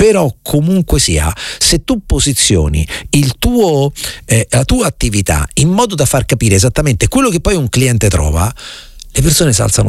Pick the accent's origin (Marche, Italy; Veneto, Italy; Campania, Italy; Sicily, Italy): Marche, Italy; io sono marchigiano, ok? E conosco bene le Marche.